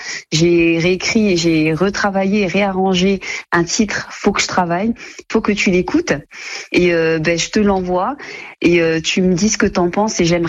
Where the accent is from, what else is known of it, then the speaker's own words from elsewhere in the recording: Paris, Île-de-France, France; now in Metz, France; moi, à la base, je viens aussi de Paris et ça fait maintenant des années que j'habite à Metz. Et pour moi, voilà, je suis messine aussi.